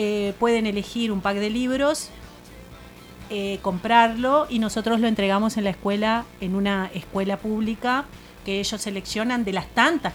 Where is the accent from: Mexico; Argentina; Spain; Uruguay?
Uruguay; Tacuarembó; Yo soy de Tacuarembó